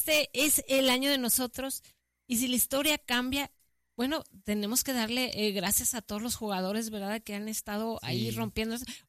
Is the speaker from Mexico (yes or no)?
yes; Mexico; vivimos todos los días esto que estamos sufriendo como mexicanos